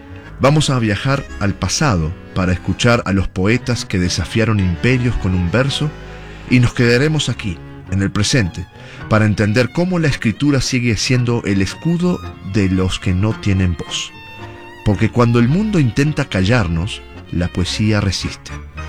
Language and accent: Spanish; Uruguay; now in Utah, United States; yo soy uruguayo.